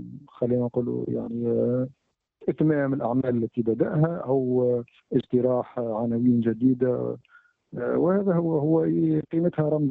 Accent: Tunisia; نحن كشعب تونسي

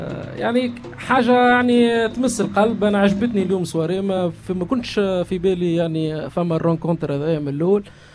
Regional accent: Béja, Tunisia; also born or lived in Algeria; انا يعني تربيت وكبرت في باجا، اون بليس كو سا يعني اصولي شاويه في حد ذاته.

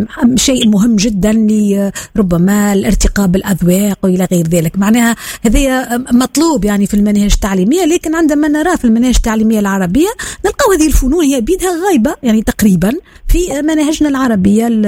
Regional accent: southern Tunisia, Tunisia; ونحن كذلك من الجنوب

